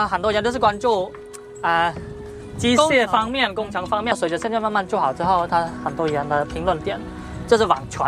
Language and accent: Chinese; Qinzhou, Guangxi, China; 最终到达我的家乡钦州